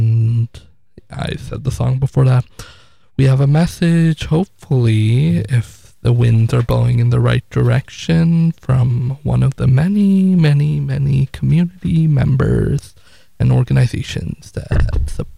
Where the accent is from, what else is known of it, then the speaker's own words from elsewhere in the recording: Arizona, United States; Well, we didn't either in Arizona.